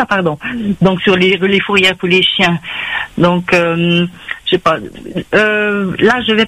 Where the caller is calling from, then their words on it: Switzerland; moi je vous appelle depuis la Suisse.